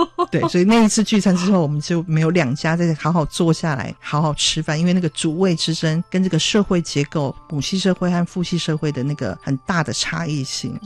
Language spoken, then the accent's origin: Chinese; Taiwan; born there; 我们就比较是接受台湾的教育长大的嘛